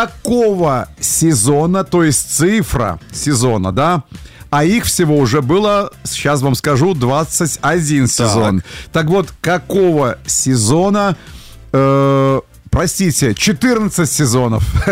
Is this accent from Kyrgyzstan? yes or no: no; Belarus; вот мы, белорусы